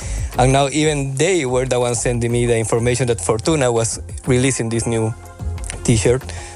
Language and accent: English; Peru; moved away; Because, as you mentioned, I come from Peru.